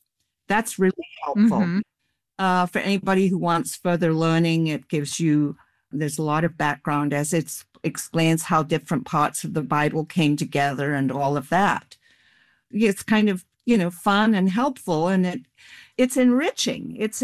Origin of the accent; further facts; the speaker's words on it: United Kingdom; moved away; See, I was raised in Britain.